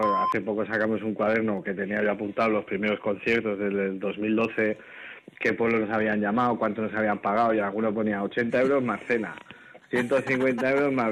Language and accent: Spanish; Iturrama, Navarre, Spain; de 8 miembros de hoy en día del grupo, es que 6 me parece que somos de Iturrama, del mismo instituto